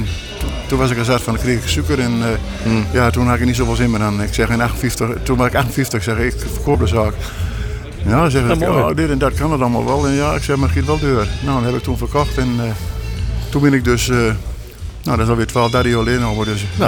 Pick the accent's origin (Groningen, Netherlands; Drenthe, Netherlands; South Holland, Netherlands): Drenthe, Netherlands; Grollo; born there; Ja, ik ben in 1945 geboren in Grollo.